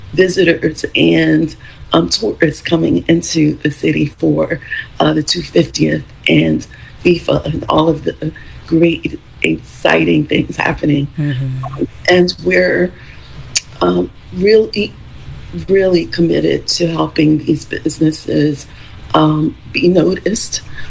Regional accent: Philadelphia, Pennsylvania, United States; So I ended up moving back here to Philly, my hometown. And then I moved to South Jersey and took a position teaching math.

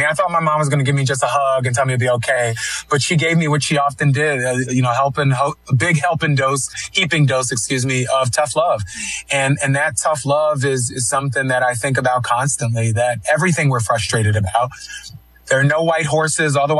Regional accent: Philadelphia, Pennsylvania, United States; We were in church all the time, but spent a lot of time growing up in Kensington. And if anybody knows Kensington and Somerset, that's right, the heart of the heroin epidemic

